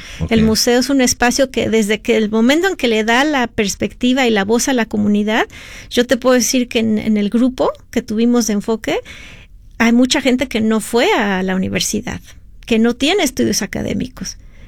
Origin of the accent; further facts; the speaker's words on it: Mexico; en todo lo que me involucré con las comunidades indígenas en mi país, se me ocurrió crear cómo un telar, ¿no?, puede contar una historia, ¿no? Entonces, yo por años he estado yendo a las comunidades indígenas de México en el estado de Chiapas